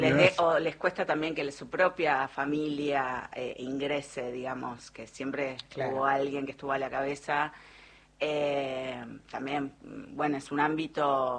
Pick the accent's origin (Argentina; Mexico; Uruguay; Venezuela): Argentina; Buenos Aires Province; porteña, que no soy porteña porque soy oriunda de la zona sur del conurbano bonaerense